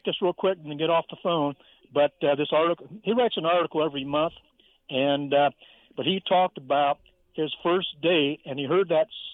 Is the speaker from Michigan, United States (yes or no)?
no; Encino, California, United States; born there; when I was born in 63 in Encino, and then we moved in 69